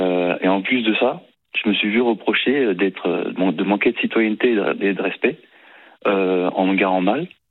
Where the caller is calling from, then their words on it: Cavalaire-sur-Mer, Provence-Alpes-Côte d'Azur, France; Moi, j'habite à Cavalaire-sur-Mer